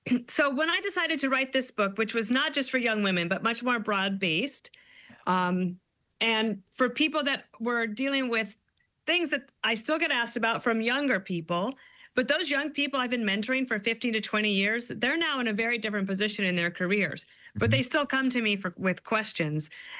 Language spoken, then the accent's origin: English; Colorado, United States; born there; also born or lived in Wyoming; I grew up in a wonderful place, but it's very, very different. I grew up in Colorado and Wyoming.